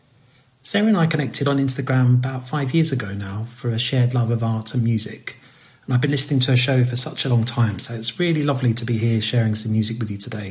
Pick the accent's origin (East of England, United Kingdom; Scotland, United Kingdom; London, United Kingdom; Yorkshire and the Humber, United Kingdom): London, United Kingdom; So I'm from London in the UK.